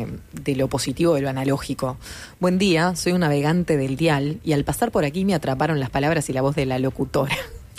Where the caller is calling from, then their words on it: Salinas, Canelones, Uruguay; de Salinas y bueno, yo siempre saqué fotos con cámara.